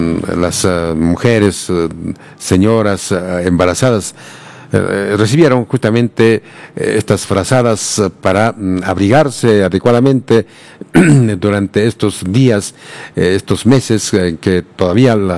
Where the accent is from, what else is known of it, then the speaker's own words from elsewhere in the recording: Cusco, Peru; Somos, bueno, cusqueños, peruanos